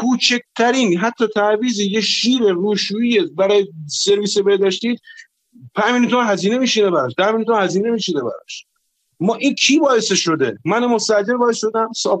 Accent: Rasht, Gilan, Iran; من رشتی هستم ولی توی یکی از شهرهای جنوب کشور زندگی میکنم

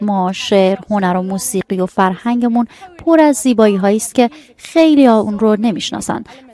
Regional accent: Germany; خانوادم اهل ایران هستن، اما من در آلمان به دنیا اومدم و بزرگ شدم. همیشه احساس میکردم برای آلمانی بودن بیش از حد ایرانیم و برای ایرانی بودن بیش از حد آلمانی.

